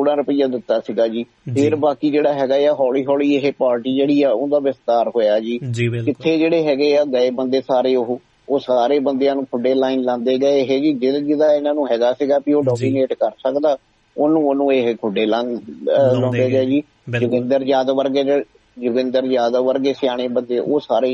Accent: Punjab, India; ਅਸੀਂ ਪੰਜਾਬ ਵਾਲੇ

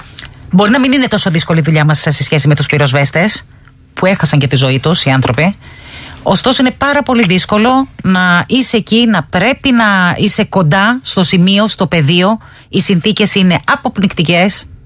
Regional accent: Antissa, North Aegean, Greece; Για να υποδεχτούμε τον Αύγουστο. Στο χωριό μου που λέγεται.

